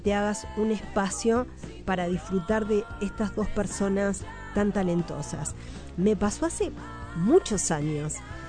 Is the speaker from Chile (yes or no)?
no; Uruguay; nosotros venimos de Uruguay